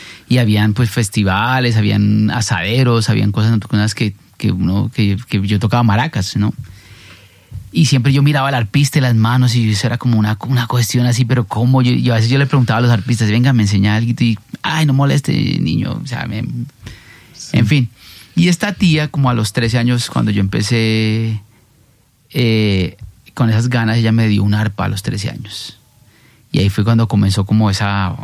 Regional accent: Bogotá, Colombia; yo soy aquí de Bogotá y soy de un barrio del sur que se llama San Vicente Ferrer.

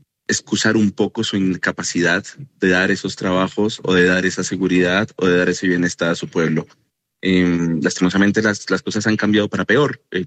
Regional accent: Colombia

